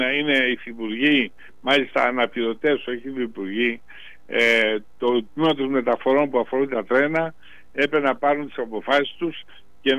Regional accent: Kalavryta, West Greece, Greece; επειδή γεννήθηκα στα Καλάβητα, μεγάλωσα στα Καλάβητα, ήρθα εδώ

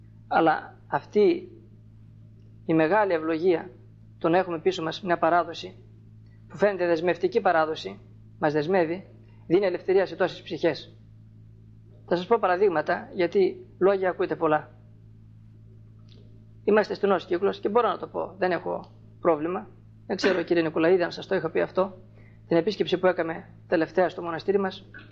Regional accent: Thessaly, Greece; γιατί εμείς οι Θεσσαλοί, γιατί είναι και πατριώτης μου, είμαι Θεσσαλός.

